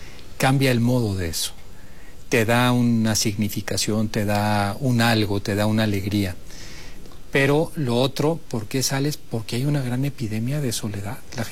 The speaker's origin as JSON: {"language": "Spanish", "country": "Mexico", "said": "Yo no soy uno más, yo soy mexicano. Estoy orgullosa de ser mexicano"}